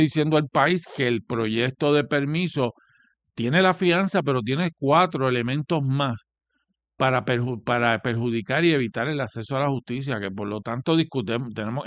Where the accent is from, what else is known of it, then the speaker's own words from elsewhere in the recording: Puerto Rico; somos un país distinto y de que somos un país latinoamericano en términos del caso de Puerto Rico.